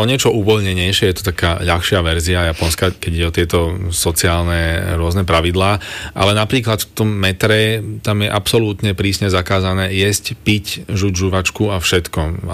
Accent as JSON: {"language": "Slovak", "town": "Bratislava", "region": "Bratislava Region", "country": "Slovakia", "tie": "born there", "said": "Teda ja som z Bratislavy, narodený v Bratislave a mám vzťah k Slovensku, najmä k východu Slovenska, keďže tam mám polovicu rodiny a od detstva som tam chodieval opakovane."}